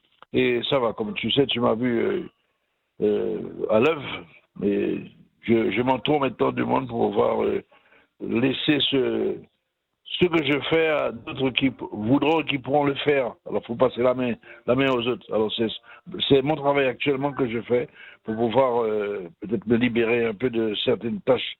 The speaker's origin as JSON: {"language": "French", "country": "French Guiana", "moved": "yes", "said": "Chez nous, en Guyane, on ne connaît pas ça."}